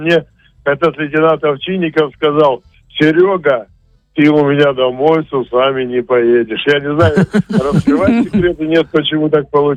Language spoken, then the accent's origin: Russian; Siberia, Russia; И у нас вот 4 украинца уезжали. И я один сибиряк с ними уезжал.